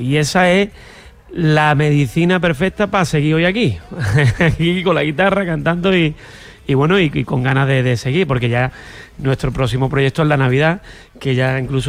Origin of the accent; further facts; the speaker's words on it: Málaga, Andalusia, Spain; Nosotros sabes que somos malagueños por bandera y allá por donde vamos